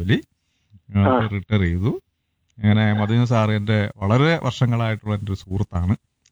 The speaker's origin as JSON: {"language": "Malayalam", "region": "Kerala", "country": "India", "tie": "born there", "lives_now": "Kokkothamangalam, India", "said": "എന്റെ ശരിക്കുള്ള എന്റെ വീട് അവിടെ മണ്ണാറമ്പാറ അമ്പലത്തിന്റെ ബാക്ക് സൈഡിലാണ്. അവിടെ ആയിരുന്നു എന്റെ കുടുംബം. ഞാൻ ജനിച്ചത് അവിടെയാണ്. ഞാൻ ഇപ്പൊ താമസിക്കുന്നത് ഇവിടെയാണ്."}